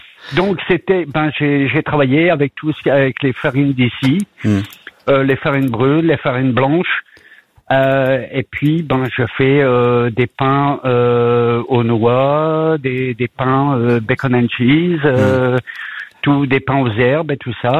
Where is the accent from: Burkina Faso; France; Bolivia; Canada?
France; Boulogne-sur-Mer, Hauts-de-France; now in England, United Kingdom; Comme moi, je suis originaire de Boulogne-sur-Mer, j'ai dû simplement traverser la Manche.